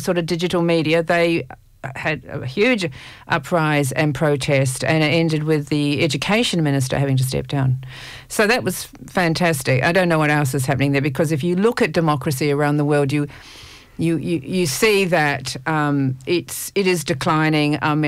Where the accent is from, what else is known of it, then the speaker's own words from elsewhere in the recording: New Zealand; I'm a Kiwi, actually. I did try to get into journalism school twice in New Zealand and failed both times.